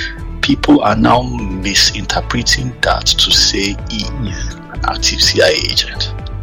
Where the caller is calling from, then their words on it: United Kingdom; I'm calling from the UK.